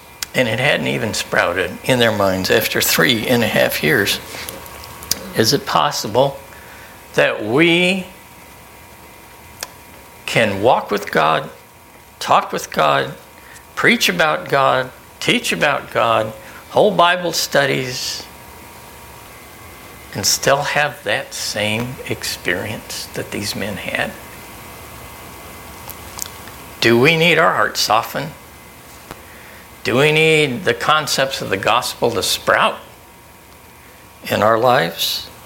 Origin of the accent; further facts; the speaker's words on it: Albuquerque, New Mexico, United States; I grew up in Albuquerque, New Mexico. Spent my first 4 years in elementary school there.